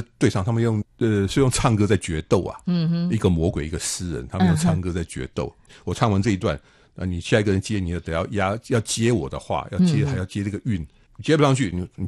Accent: Taiwan; 我们东方人，我们台湾人

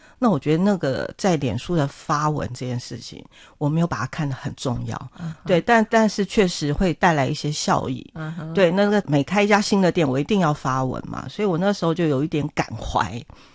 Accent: New Taipei, Taiwan; also born or lived in United States; 我是台北人嘛，应该说是新北人。

